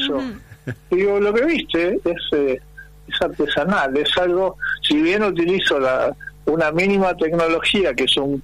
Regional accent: Ramos Mejía, Buenos Aires Province, Argentina; Soy de Buenos Aires, Buenos Aires. De Ramos Mejía, la provincia de Buenos Aires.

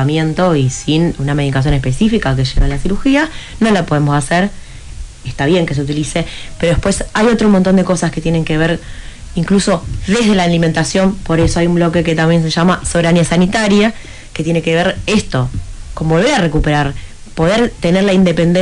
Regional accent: Lomas de Zamora, Buenos Aires Province, Argentina; yo soy lomense

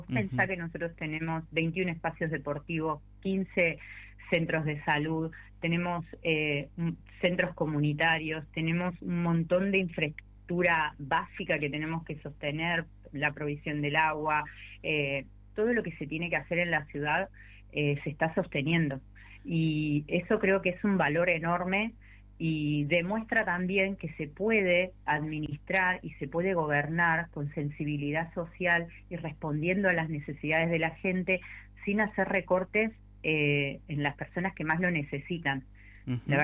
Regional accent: Argentina; como argentinos y argentinas

